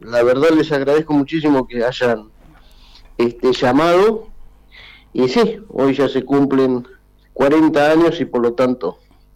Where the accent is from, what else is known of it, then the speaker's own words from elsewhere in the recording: Buenos Aires, Argentina; born there; moved away; nací en Capital Federal. Y me vine acá en el año 86